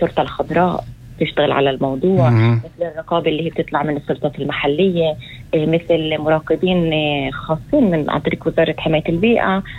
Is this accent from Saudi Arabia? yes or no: no; Israel; منتشر عنا في الوسط العربي